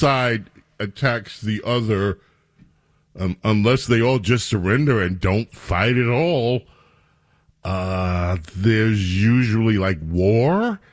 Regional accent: New York City, New York, United States; I'm from Queens. I'm from the place that this guy represents.

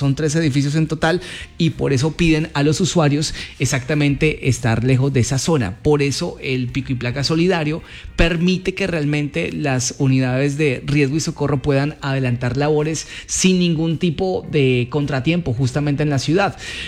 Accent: Cali, Valle del Cauca, Colombia

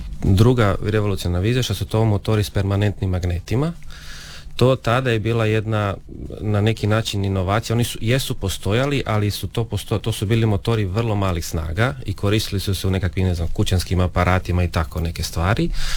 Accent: Pula, Istria County, Croatia

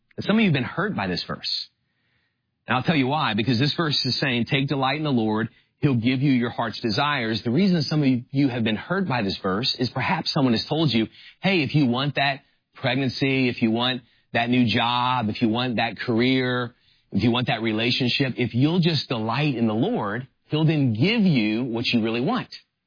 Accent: New Orleans, Louisiana, United States; also born or lived in Miami; now in Orange County, United States; he knows I grew up in New Orleans, and I lived in Miami for 8 years, and now I live in Orange County

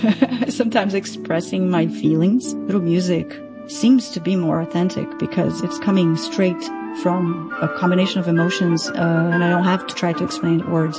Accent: Brazil; I am from Brazil, and I grew up in the 80s and 90s, pre-internet, in a time when being queer, it was really, really difficult.

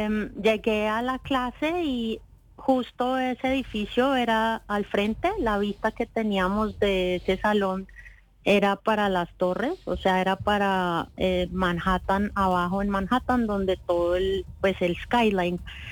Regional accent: Colombia; moved away as an adult; yo soy de Colombia

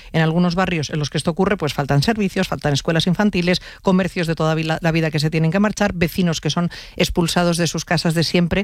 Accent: Community of Madrid, Spain; es un problema que está afectando a Madrid y que nos duele como madrileños y como madrileñas, como ciudadanos

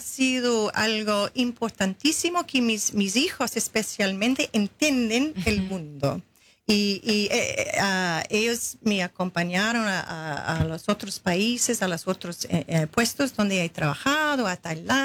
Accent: South Australia, Australia; Spanish is a second language; also born or lived in Sydney; Bueno, yo nací en Sydney y yo viví en Sydney hasta a los 11 años. Después mi familia sí trasladé al sur, South Australia.

